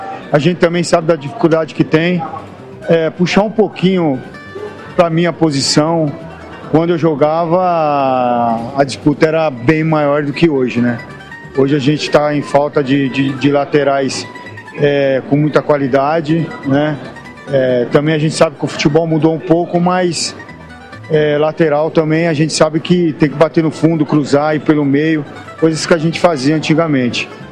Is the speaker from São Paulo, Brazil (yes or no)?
yes; Cajamar, São Paulo, Brazil; Ele é de Caieiras, eu sou de Cajamar